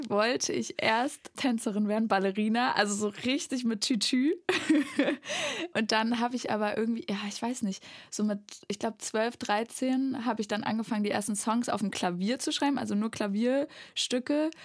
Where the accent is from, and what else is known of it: Erfurt, Thuringia, Germany; born or raised there; moved away; also born or lived in Weimar